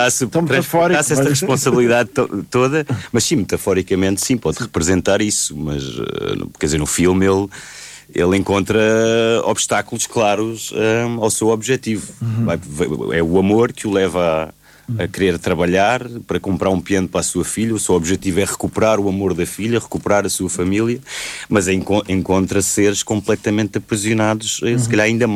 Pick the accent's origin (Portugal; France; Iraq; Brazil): Portugal; a identidade do nosso país e de nós como portugueses.